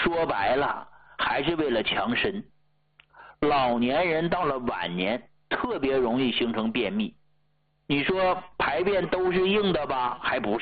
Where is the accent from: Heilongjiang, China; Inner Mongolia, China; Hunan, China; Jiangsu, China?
Heilongjiang, China; Hegang; moved away; 我老家呀是黑龙江鹤岗的